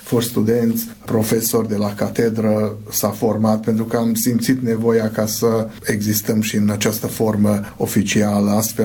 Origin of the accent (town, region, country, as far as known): Gyula, Békés, Hungary; moved away as an adult; also born or lived in Szeged